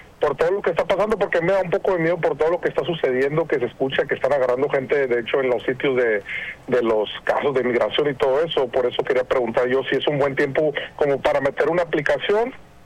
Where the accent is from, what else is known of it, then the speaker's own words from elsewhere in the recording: Mexico; No, mi esposa, ella, yo soy de México y mi esposa